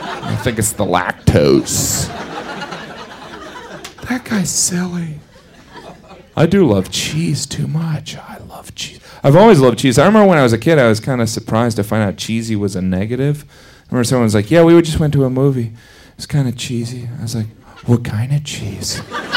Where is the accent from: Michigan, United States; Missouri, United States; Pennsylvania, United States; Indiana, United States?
Indiana, United States; born or raised there